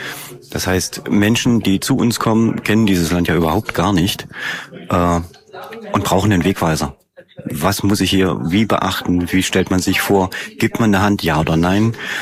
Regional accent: Saalfeld, Thuringia, Germany; Aber ich habe in meiner Schulklasse, ich komme aus Saalfeld, mal rumgefragt, wo denn die Omas und Opas herkommen.

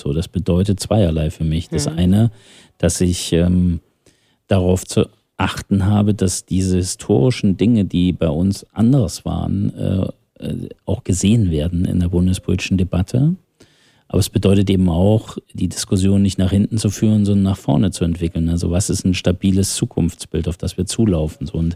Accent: Thuringia, Germany; Mitmenschen aus Thüringen rausholen. So. Und das deutlich zu machen, was ist der richtige Weg für meine Heimat

